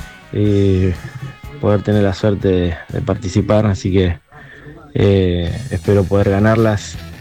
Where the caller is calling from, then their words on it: Morón, Buenos Aires Province, Argentina; de Morón, yendo para el laburo.